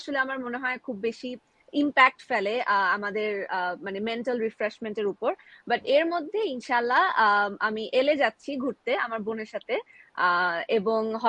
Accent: Dhaka, Dhaka Division, Bangladesh; also born or lived in Chittagong; তখন আমার আব্বু আম্মু, মানে আমি চিটং থেকে ঢাকায় মুভ করি 40 দিন বয়সে।

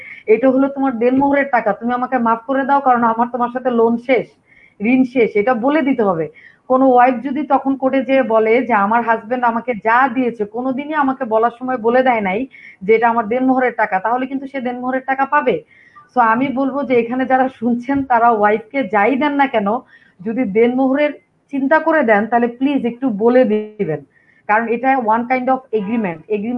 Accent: Bangladesh; আসলে আমরা যখন যে সময়টাতে বাংলাদেশের প্রেক্ষাপটে বড় হয়েছি, আমি বলছি আসলে 80-এর দশকের কথা

